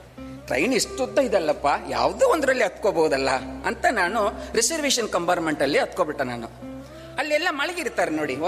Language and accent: Kannada; Tamil Nadu, India; Kannada is a second language; ನಮ್ಮ ಚೆನ್ನೈ ಪಕ್ಕದಲ್ಲಿ ಇದೆ